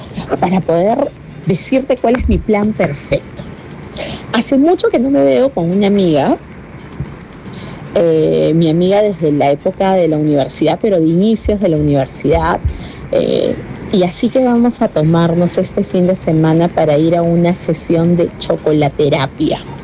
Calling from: San Isidro, Lima, Peru; desde San Isidro

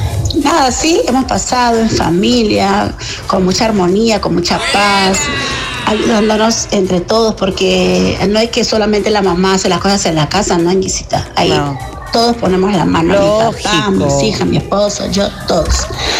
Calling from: Lima, Peru; del Cercado de Lima.

